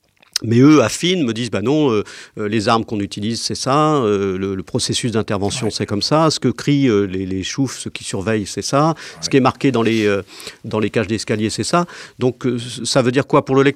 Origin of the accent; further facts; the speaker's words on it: Saint-Herblain, Pays de la Loire, France; also born or lived in Nantes; Moi, je suis né à Saint-Herblain. Enfin, je suis né à Nantes, mais j'ai vécu à Saint-Herblain. J'étais à Camus, donc j'ai vécu ma jeunesse dans l'environnement de Bellevue.